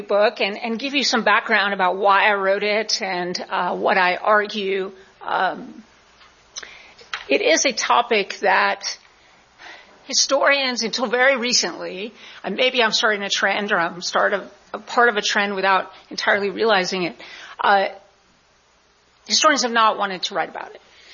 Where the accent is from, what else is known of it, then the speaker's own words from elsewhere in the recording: Connecticut, United States; I had been introduced to George Pickett as a teenager growing up in Connecticut